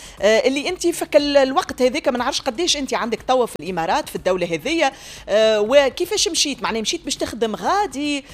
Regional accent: Tunisia; احنا توانسة وعلينا الكلام، احنا توانسة الناجحين

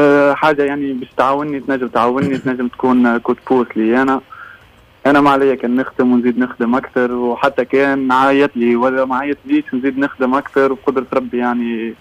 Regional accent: Zarzouna, Bizerte Governorate, Tunisia; born there; moved away as an adult; now in Tataouine, Tunisia; بديت خويا في جمعيتي في حومتي في سير جرزونة

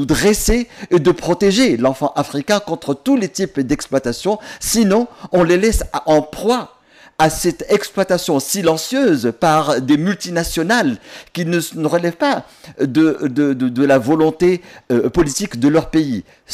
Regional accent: Tunisia; c'est pas parce que je suis tunisien

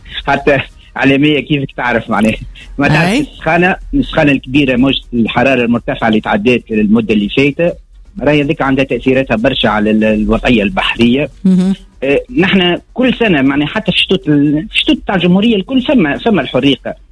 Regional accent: Rejiche, Mahdia Governorate, Tunisia; born there; now in Ben Arous, Tunisia; انا بحكم خنتي مانيش مقيم برشا في رجيش.

